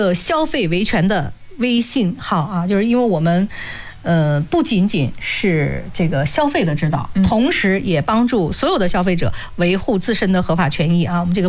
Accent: Lianyungang, Jiangsu, China; 我们是本地人，

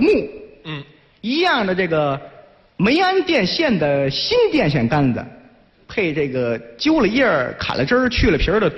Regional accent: Tangshan, Hebei, China; 老唐山呢？

